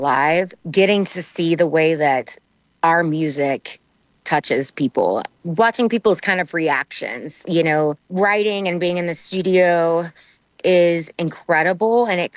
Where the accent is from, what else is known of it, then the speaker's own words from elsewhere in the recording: Austin, Texas, United States; I'm from Austin, Texas, and I started as a little girl, about 12 years old, doing the Texas rodeo circuits